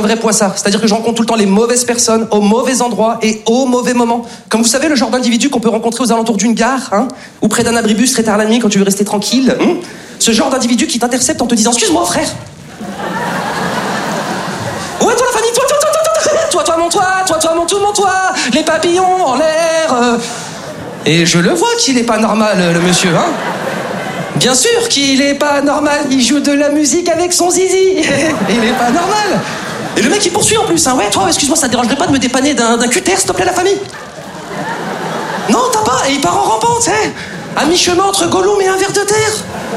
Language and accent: French; Lyon, Auvergne-Rhône-Alpes, France; born or raised there; now in Paris, France